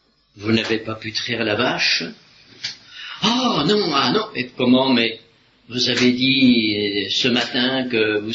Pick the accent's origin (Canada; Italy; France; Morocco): France; Hauts-de-France